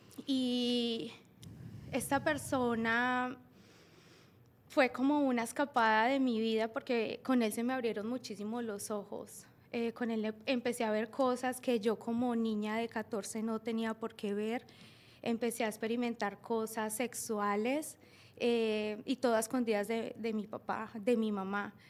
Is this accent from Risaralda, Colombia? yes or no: yes; Pereira, Risaralda, Colombia; born there; yo soy colombiana.